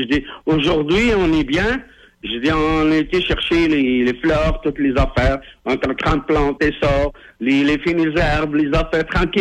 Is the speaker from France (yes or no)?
no; Morocco; Moi, là, je viens du Maroc, OK?